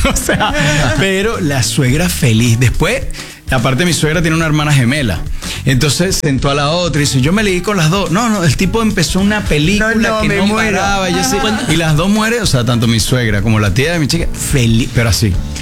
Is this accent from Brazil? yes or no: no; Venezuela; now in Spain; A ver, yo soy venezolano y vivo en España, pero yo no sé por qué me sale.